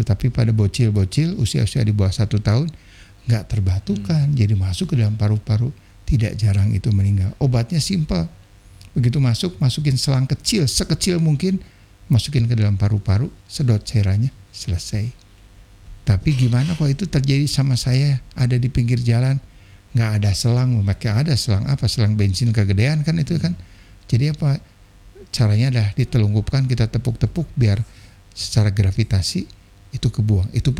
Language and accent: Indonesian; Surabaya, East Java, Indonesia; asli saya orang Jawa asli dari Surabaya, Bapak Surabaya, Ibu Jogja. Jadi tidak ada Sunda-Sundanya tetapi beristri orang Sunda sehingga bolehlah diadu bahasa Sunda, tapi ternyata tidak 100% saya menguasai bahasa Sunda.